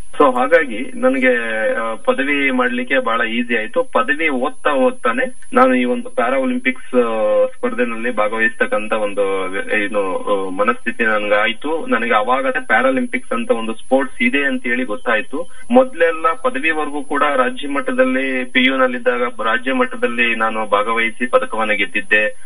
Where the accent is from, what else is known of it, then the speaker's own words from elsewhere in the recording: Karnataka, India; ನಮ್ಮೂರಿಂದ ಸುಮಾರು ಕೊಳನೂರ್ ಇತ್ತು, ಕುಶಾಲ್ ನಗರ ಹತ್ರ ಇತ್ತು, ಅರಕಲಗೋಡು ಇತ್ತು